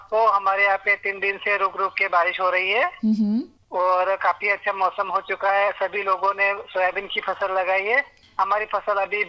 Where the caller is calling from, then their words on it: Ujjain district, Madhya Pradesh, India; मैं उज्जैन से बोल रहा हूँ, ग्राम बछोड़ा, तहसील नागदा, जिला उज्जैन से